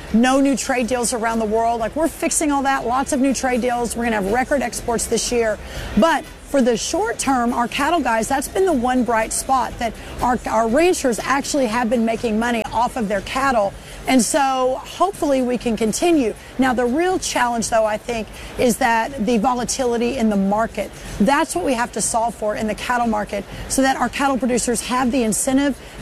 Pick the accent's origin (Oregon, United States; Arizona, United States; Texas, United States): Texas, United States; we're in my home state of Texas, where conservative values certainly tend to win the day most of the time, if not all the time.